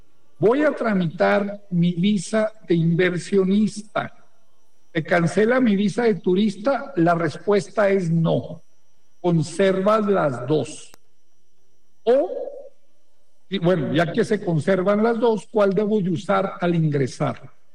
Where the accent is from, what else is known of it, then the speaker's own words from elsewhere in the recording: Mexico; hay que ir a demostrar que somos los mexicanos, ¿verdad?